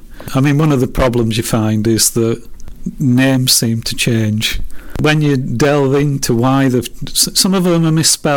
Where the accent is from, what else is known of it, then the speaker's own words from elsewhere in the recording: Thornhill, Yorkshire and the Humber, United Kingdom; because I'm from Thornhill. So, like, when I first started